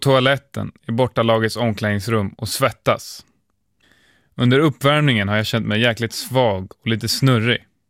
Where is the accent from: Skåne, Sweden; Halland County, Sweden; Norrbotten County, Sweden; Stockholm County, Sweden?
Stockholm County, Sweden; Nacka; moved away; sedan jag var en liten kille hemma i Nacka.